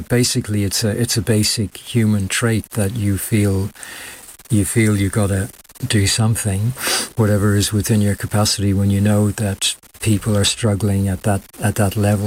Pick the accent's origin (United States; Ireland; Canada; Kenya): Ireland; moved away as an adult; also born or lived in Japan / New Zealand; now in Brisbane, Australia; I'm originally from Ireland, and I'm a monk of Ananda Marga.